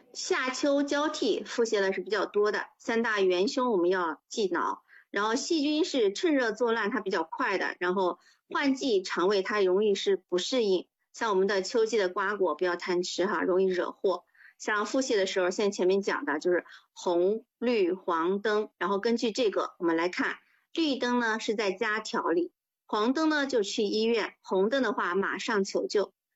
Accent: China

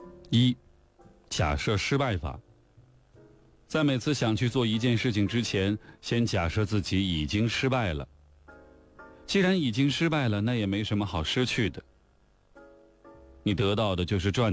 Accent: China; 嗨，我是中国的一名博主，采访过全球很多的企业家

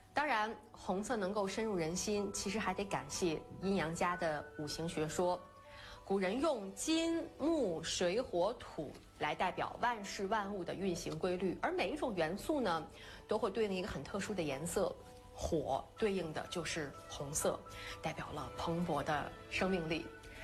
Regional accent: China; 我们中国人

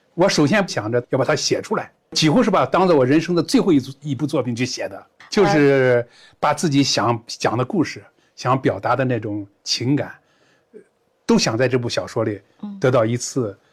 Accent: Xinjiang, China; born there; 作为一个新疆人嘛，同时也作为算是一个文化工作者吧

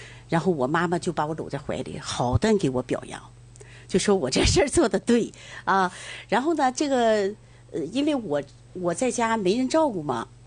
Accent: Dalian, Liaoning, China; born there; 我的幼儿园呢是在南山那个中山区第一幼儿园，

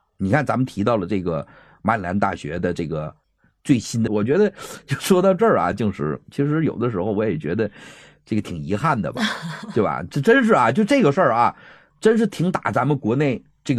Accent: China; 这也证明了我们中国人的医疗水平，并不比别人差，

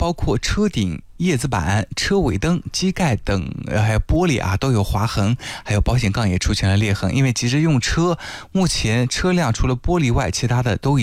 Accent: China

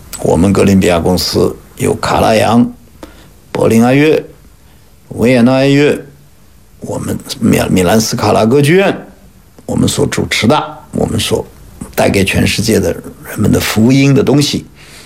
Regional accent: China; 我觉得我们中国人也做得到的

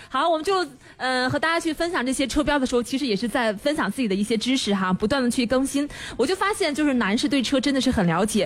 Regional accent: China; 我们中国人

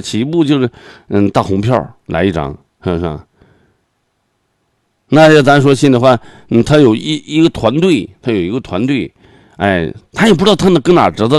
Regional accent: Suileng, Heilongjiang, China; moved away; 我们老家绥陵那边就有

